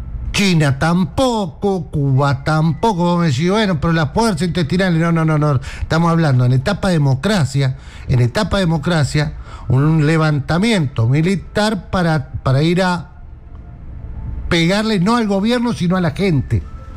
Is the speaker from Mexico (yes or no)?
no; Argentina; A mí me va a hablar de corrupto, Pipi. Vengo de Argentina, ¿qué te pasa?